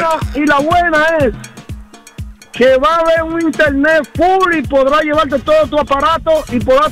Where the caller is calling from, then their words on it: Tampa, Florida, United States; De Tampa, Florida.